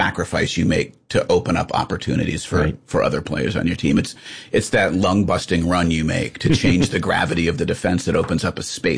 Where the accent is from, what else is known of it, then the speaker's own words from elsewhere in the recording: Ohio, United States; Growing up in Northeastern Ohio, I played.